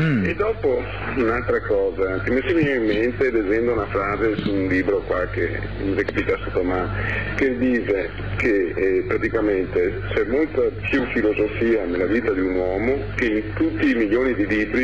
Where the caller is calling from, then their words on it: Vicenza, Veneto, Italy; da Vicenza